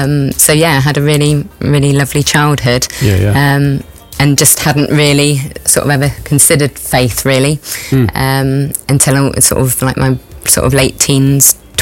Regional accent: Totnes, South West England, United Kingdom; now in Plymouth, United Kingdom; I grew up in Totnes, so which is about half an hour away. Grew up there, always lived there. My family have always been from there. My dad had always lived there.

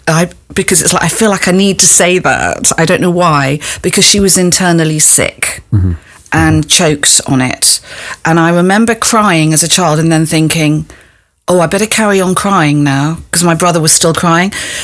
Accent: Nigeria; born there; also born or lived in Ghana; So I was born in Nigeria.

